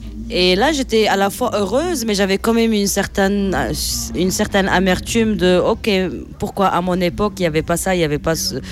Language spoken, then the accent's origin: French; Salé, Rabat-Salé-Kénitra, Morocco; now in Rabat, Morocco; je suis née à Salé, qui est une ville à côté de Rabat, à 10 minutes en voiture, et je suis basée à Rabat, ça fait 6 ans.